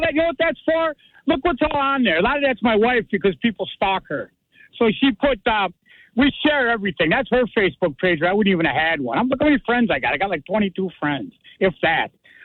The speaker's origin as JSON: {"language": "English", "town": "Kenosha", "region": "Wisconsin", "country": "United States", "tie": "born or raised there", "also_born_or_lived": "Sturtevant", "moved": "as an adult", "lives_now": "Milwaukee, United States", "said": "I was living in Sturtevant at the time. But yeah, I grew up in Kenosha."}